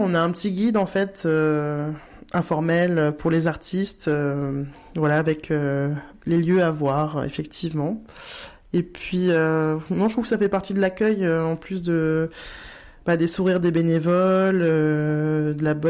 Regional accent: Saintes, Nouvelle-Aquitaine, France; je suis originaire de Saintes, j'habite ici

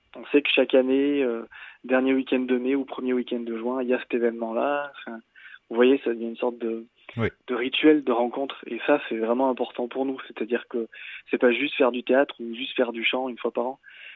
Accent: Solignac-sur-Loire, Auvergne-Rhône-Alpes, France; Moi, je suis de là-bas, je suis de Solignac-sur-Loire.

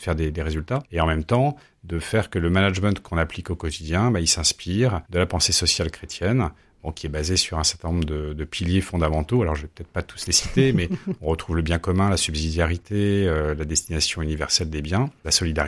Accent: northern France, France; Moi, je suis plutôt originaire du nord de la France, mais j'ai des attaches très anciennes dans la région

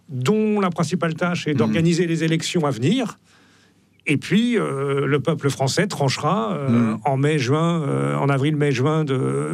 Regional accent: Saint-Omer, Hauts-de-France, France; born or raised there

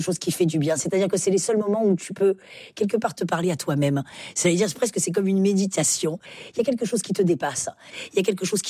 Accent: Occitanie, France; Oui, faut dire que je viens des Cévennes. Mmh. Donc, j'étais plutôt gardienne de chèvres.

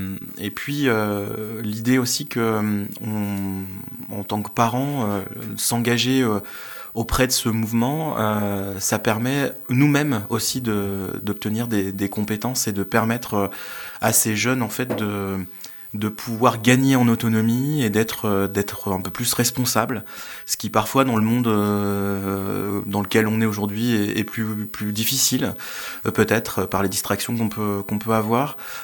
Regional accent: Brittany, France; moved away; je suis breton d'origine.

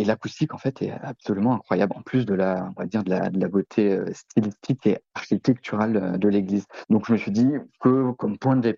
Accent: Lannion, Brittany, France; Moi, en fait, je suis originaire de Lannion, un tout petit peu au nord de Lochinvel, de Belle-Île-en-Terre.

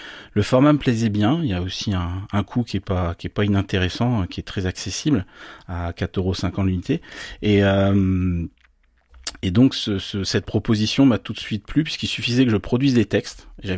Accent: Brittany, France; Moi, je suis natif du pays de Saint-Brieuc. J'ai toujours vécu en bord de mer.

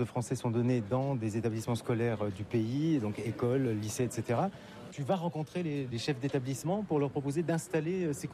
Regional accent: Grand Est, France; moi, je viens de Lorraine.

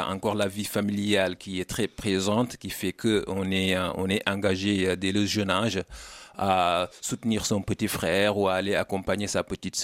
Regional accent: Mbour, Thiès, Senegal; moved away as an adult; also born or lived in Dakar, Senegal; now in France; j'ai encore ma maman au Sénégal, dans la commune de Mbour. Donc c'est là où j'ai grandi, c'est là où aussi j'ai passé ma scolarité.

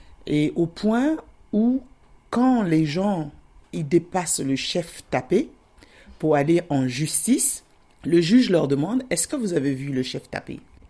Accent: Tiassalé, Agnéby-Tiassa, Côte d’Ivoire; now in Besançon, France; On a Thiessalé, qui est ma ville natale d'ailleurs, et après mon village, qui est Emakonogaro. Et il n'est pas perdu parce qu'il fait plus de 10 000 habitants aujourd'hui.

